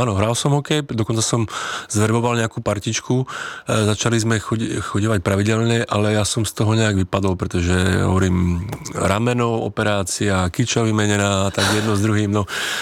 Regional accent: Košice, Košice Region, Slovakia; že ja som z Košíc, no tak to ani náhodou.

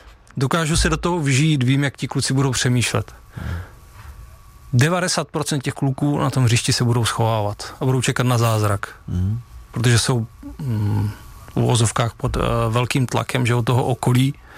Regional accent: Opava, Moravian-Silesian Region, Czechia; jsem z Opavy, jako narodil jsem se tam

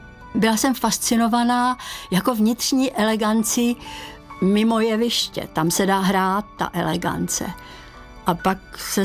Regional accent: Ostrava, Moravian-Silesian Region, Czechia; moved away as an adult; now in Prague, Czech Republic; Já jsem původem Ostravačka

